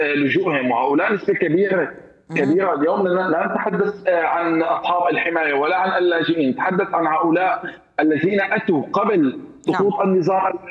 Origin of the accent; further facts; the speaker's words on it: Syria; now in Germany; انا لاجئ سوري ويعني تتبعت مسار حتى وصلت وحصلت على الجنسيه الالمانيه